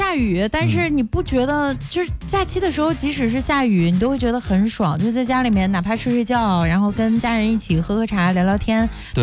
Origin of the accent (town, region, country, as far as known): Henan, China